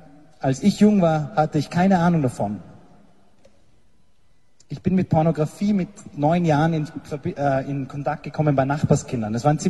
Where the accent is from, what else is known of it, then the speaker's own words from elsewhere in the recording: Salzburg, Austria; ich komme aus Salzburg